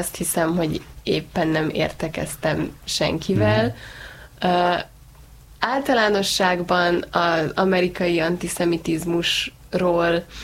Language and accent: Hungarian; Hungary; amikor én így próbáltam beépülni az én fiatal zsidó közösségekbe Amerikában, és megtudták, hogy Magyarországról jövök